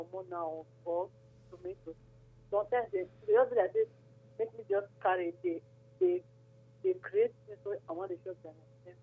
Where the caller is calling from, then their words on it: Sapele, Delta, Nigeria; I'm calling from Sapler.